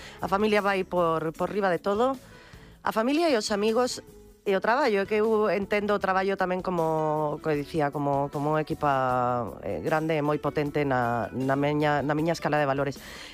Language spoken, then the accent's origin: Galician; Cedeira, Galicia, Spain; also born or lived in Ferrol; Ainda que o problema é que nacín en Ferrol, pero sempre bueno, digo que nacín en Cedeira. Pero, claro, cando me miran o meu DNI, ti eres de Ferrol. E digo, sí, sí, sinto moita honra por Ferrol, sí, pero son de Cedeira.